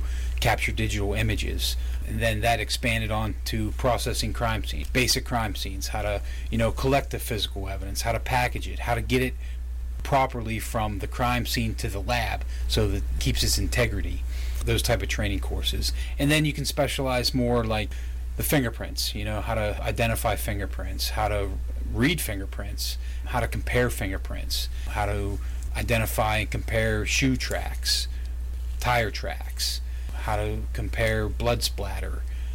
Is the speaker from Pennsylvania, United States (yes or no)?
yes; Pennsylvania, United States; Eventually got the opportunity to come back to my hometown, which is Troop D that we're in now.